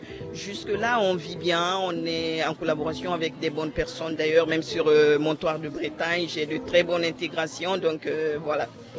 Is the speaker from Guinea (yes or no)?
yes; Guinea; now in France; De la Guinée. Guinée qu'on a créé, les gens le disent, bien sûr.